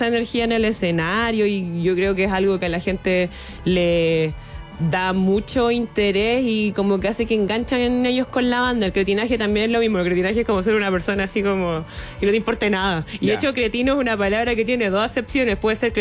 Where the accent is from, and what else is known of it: Chile